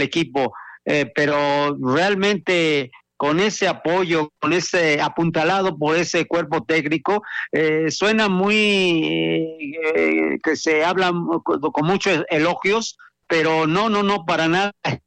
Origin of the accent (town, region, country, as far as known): Mexico